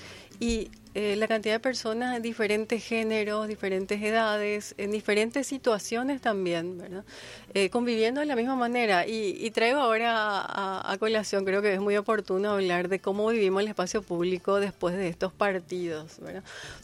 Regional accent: Paraguay; los paraguayos, en estos últimos acontecimientos, salimos al centro de Asunción, llenamos las calles con un fervor y con un festejo bastante amigable.

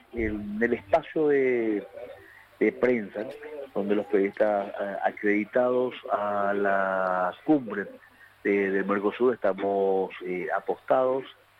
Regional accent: Paraguay; como buen ciudadano paraguayo

